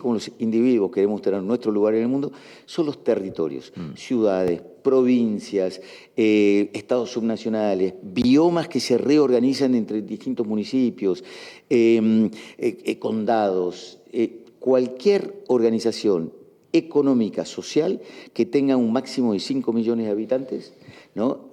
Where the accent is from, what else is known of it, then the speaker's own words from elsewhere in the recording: Argentina; Mira, yo soy argentino, se nota, ¿no?